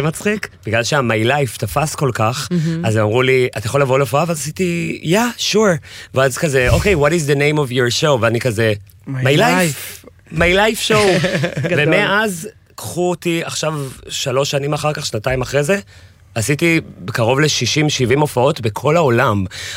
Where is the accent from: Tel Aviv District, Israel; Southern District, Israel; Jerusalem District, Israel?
Jerusalem District, Israel; Jerusalem; אני ירושלמי, מי מכיר?